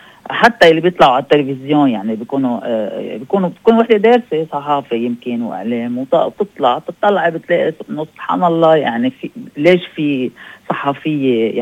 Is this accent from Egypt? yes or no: no; Lebanon; also born or lived in Canada; now in United States; أنا أول شيء خلقت هوني كيندا بكندا. ليش بدي أقلبها كيندا كندية لبنانية منا أمريكية؟